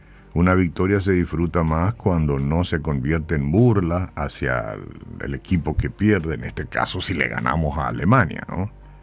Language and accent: Spanish; Paraguay; El marcador es un dato, no una sentencia sobre quiénes somos nosotros los paraguayos.